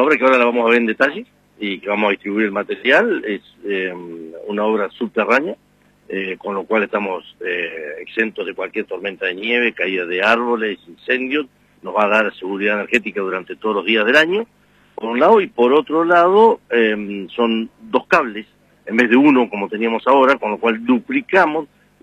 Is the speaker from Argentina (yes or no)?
yes; Patagonia, Argentina; somos todos patagónicos, somos todos federales y todos somos hombres del interior del país